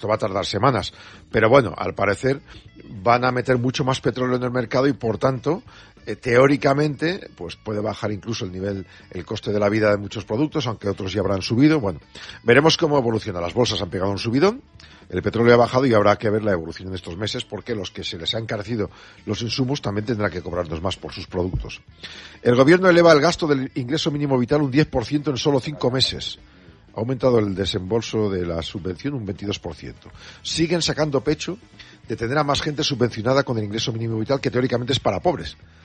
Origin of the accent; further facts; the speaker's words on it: Soria, Castile and León, Spain; que irse a otra provincia, a Soria, mi tierra, a Burgos